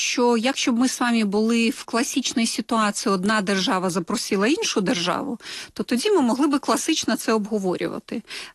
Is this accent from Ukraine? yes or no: no; Belarus; Ми ж терплячі, ми ж білоруси.